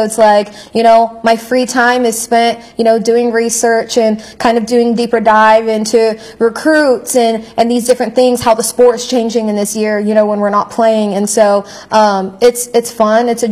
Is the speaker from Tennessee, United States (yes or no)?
no; California, United States; moved away as an adult; now in Huntington, United States; So I'm originally from California, lived in California my entire life. Only time I moved out of the state was to move here to Huntington, West Virginia to take this job, actually.